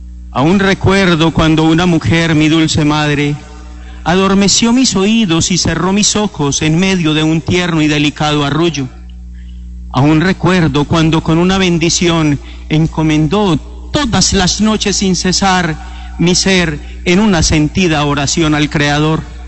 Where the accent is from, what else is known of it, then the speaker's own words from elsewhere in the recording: Medellín, Antioquia, Colombia; Yo como buen paisa